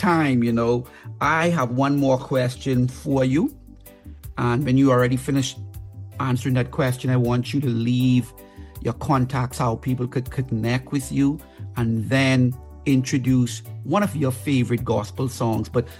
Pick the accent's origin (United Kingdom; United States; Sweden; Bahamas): Bahamas